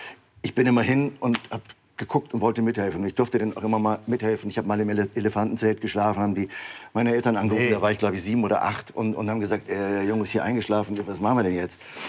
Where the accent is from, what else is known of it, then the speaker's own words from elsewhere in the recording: Bremerhaven, Bremen, Germany; Aber ich bin in meiner Heimatstadt in Bremerhaven